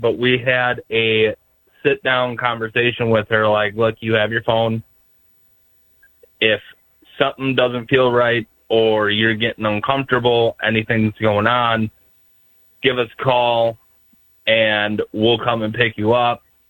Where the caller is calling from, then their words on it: Wisconsin, United States; I live in Wisconsin.